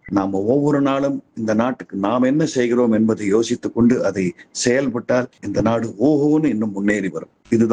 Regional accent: India; ஒரு இந்தியனாக பிறந்தேன் என்பதற்கு நான் பெருமை அடைகிறேன்.

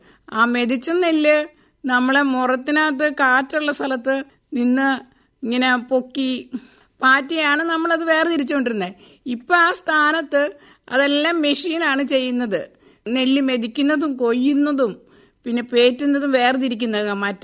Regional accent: Ernakulam, Kerala, India; now in Kuruppanthara, India; എന്റെ സ്വന്തം സ്ഥലം എറണാകുളമാണ്. അവിടെയാണ് ജനിച്ചു വളർന്നത്.

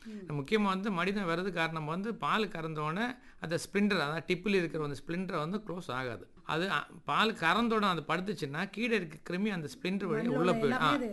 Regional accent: Nagercoil, Tamil Nadu, India; now in Chennai, India; என்னுடைய சொந்த ஊர்னு நாகர்கோவில், ஆனால் நான் இப்போ இருக்கிற இடம் சென்னை.

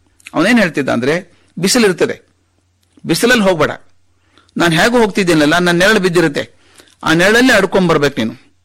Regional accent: Bagalkot, Karnataka, India; ಶಿಕ್ಷಣದ ತೊಂದರೆ ಆಗಬಾರದು ಅಂತ ನಾನು ನನ್ನ ಅಕ್ಕ ನಮ್ಮ ಅಜ್ಜಾಜಿ ಜೊತೆಗೆ ಬಾಗಲಕೋಟೆಯಲ್ಲಿ ಇದ್ವಿ. ಬಹಳಷ್ಟು ದಿವಸ ನನ್ನ ಅಜ್ಜನ ತೋಳಲ್ಲೇ ಬೆಳೆದದ್ದು ನಾನು.

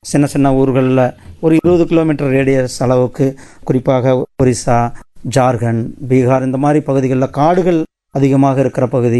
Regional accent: Namakkal, Tamil Nadu, India; ஏன்னா அவர் சேலத்துக்காரர், இவர் கோயம்புத்தூர்காரர், நான் நாமக்கல்காரன்.

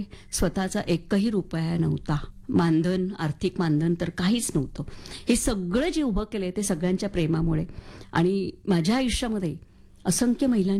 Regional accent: Mulund, Maharashtra, India; now in Badlapur, India; मी थोडंसं थोडक्यात सांगते की मी मुलुंडची. बर, माझं आयुष्य मुलुंडमध्ये गेलं.

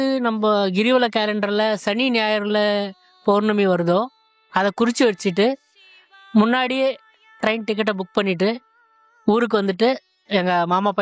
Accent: Tiruttani, Tamil Nadu, India; திருத்தணிமா. திருத்தணி வட்டம் கனகமாச்சித்திரம்.

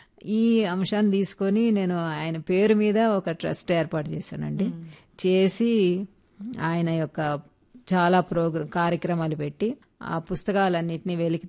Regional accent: Hyderabad, Telangana, India; నేను పుట్టి పెరిగింది మా నాన్నగారు నెల్లూరు వాస్తవ్యులు, వారు హైదరాబాద్లో సెటిల్ అయ్యారు కాబట్టి నేను ఇక్కడే హైదరాబాద్లోనే పుట్టి పెరిగాను కాబట్టి ఇక్కడే చదువుకున్నాను.

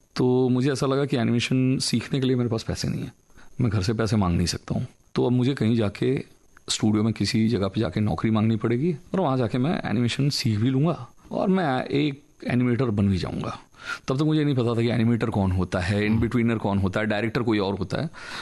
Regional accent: Athabira, Odisha, India; also born or lived in Bhilai; तब तक हम उड़ीसा शिफ्ट हो चुके थे भिलाई से, और ये बहुत छोटा सा गांव था, इसका नाम अथाबिरा है। मतलब वहाँ आप … अथाबिरा लिख के चिट्ठी डालिए, मेरे घर आ जाती थी

